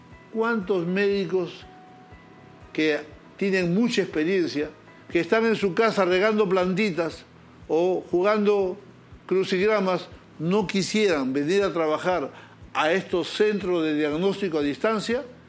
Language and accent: Spanish; Peru; como peruano y como médico